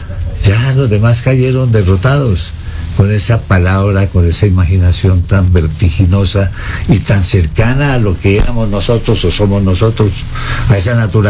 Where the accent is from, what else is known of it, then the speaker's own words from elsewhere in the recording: Pitalito, Huila, Colombia; now in Ecuador; Se hacen pasantías en esa casa en mi pueblo.